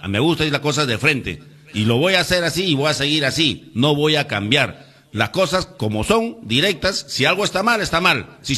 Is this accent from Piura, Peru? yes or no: no; Lima, Peru; a mi pueblo de ATE